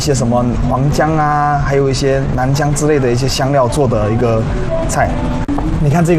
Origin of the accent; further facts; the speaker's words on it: Indonesia; 对，我们是印尼的。